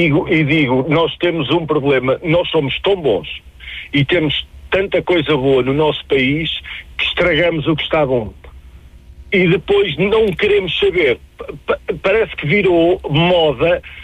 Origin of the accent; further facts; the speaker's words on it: Lisbon, Portugal; Não, eu sou de Lisboa, sou puro genuíno de Lisboa, sou mesmo lisboeta. Sou do famoso bairro chinês, quem conhecia ali ao pé de Marvila.